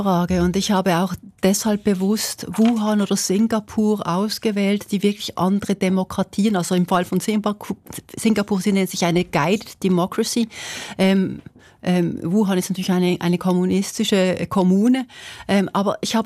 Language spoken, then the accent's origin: German; Switzerland; als Schweizer Mädchen